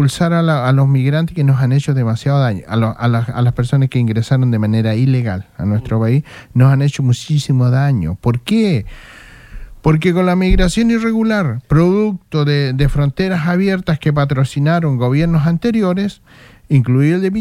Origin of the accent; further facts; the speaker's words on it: Chile; lo que nosotros veíamos como chilenos, la desigualdad, siendo nosotros nativos de esta patria